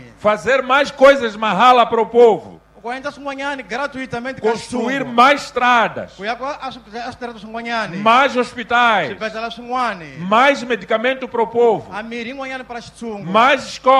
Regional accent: Mozambique; E cada um de nós, como moçambicanos, é responsável por vigiar os inimigos da paz e do desenvolvimento

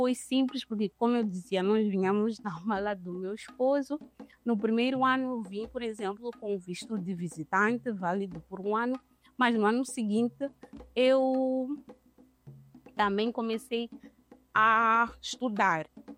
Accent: Mozambique; now in France; Então, quando digo sou de Moçambique, sim, Moçambique, onde que é? Eu não conheço. Que língua falam? Então, é interessante ser mulher e ser moçambicana a viver na França por causa disso.

